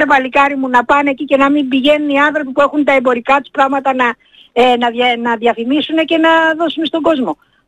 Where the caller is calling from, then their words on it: Egaleo, Attica, Greece; Είμαι από το Εργάλεο